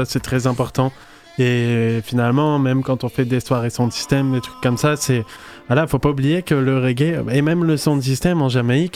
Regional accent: France; on se sent forcément moins concerné en tant que français blanc de peau.

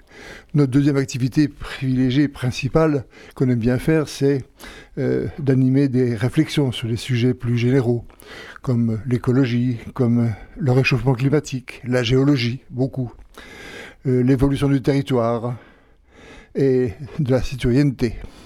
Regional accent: Grand Est, France; Non, mais je suis pas originaire de Lyosson, je suis lorrain au départ. Mais ça fait 40 ans maintenant que j'habite ici

